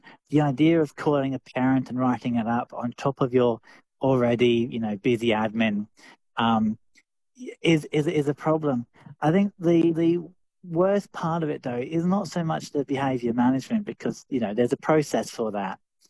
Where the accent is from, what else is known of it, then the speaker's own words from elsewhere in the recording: Mid West, Australia; when I was a student, I was growing up in the Midwest. You're much more, you know, smaller population.